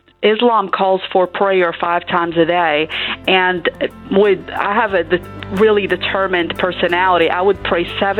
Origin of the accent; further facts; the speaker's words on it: Casablanca, Casablanca-Settat, Morocco; moved away; what I remember mainly about growing up in Morocco is, you know, I was the baby in a family of 5 siblings, and I was born and raised into an Islamic household.